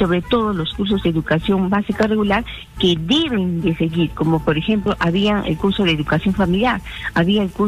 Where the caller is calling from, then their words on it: Arequipa, Peru; de Arequipa.